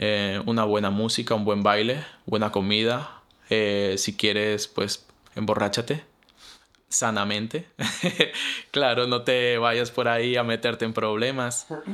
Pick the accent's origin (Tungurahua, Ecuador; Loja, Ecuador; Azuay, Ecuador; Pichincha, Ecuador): Loja, Ecuador; Yo soy de Loja y yo recuerdo que sabía hacer los San Juanitos o el Año Viejo, cositas así que extraño, que hasta el día de hoy lo extraño porque soy ecuatoriano y estoy orgulloso de ello.